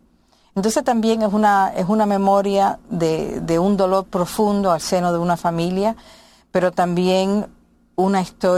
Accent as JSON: {"language": "Spanish", "country": "Cuba", "moved": "yes", "said": "nosotros nos fuimos de Cuba el 29 de abril de 1963 y mi hermano, Poli, con 9 años y medio, le escribió su primer carta a mi mamá"}